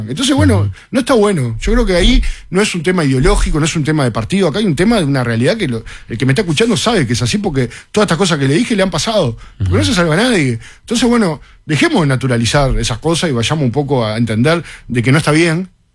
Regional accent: Montevideo, Uruguay; nosotros somos acá de Montevideo

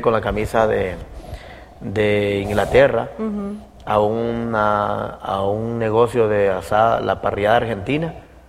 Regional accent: Honduras

